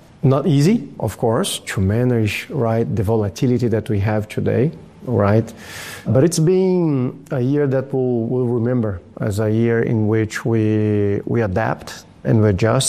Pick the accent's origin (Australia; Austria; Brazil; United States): Brazil; now in Abu Dhabi, United Arab Emirates; I traveled to my home country in Brazil